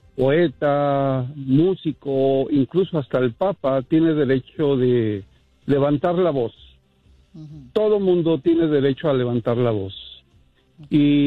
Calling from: Chicago, Illinois, United States; Good morning, de aquí de Chicago

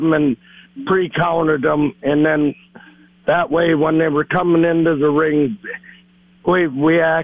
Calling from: Beaver Creek, Minnesota, United States

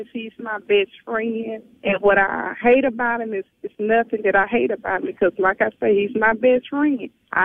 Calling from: Shreveport, Louisiana, United States; I'm calling from Shreveport.

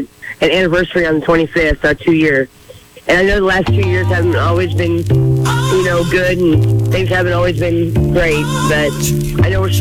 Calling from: Ulysses, Kansas, United States; I'm calling from Ulysses, Kansas.

